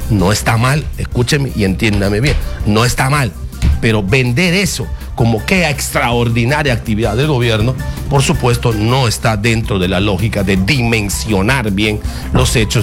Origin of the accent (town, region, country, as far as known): Peru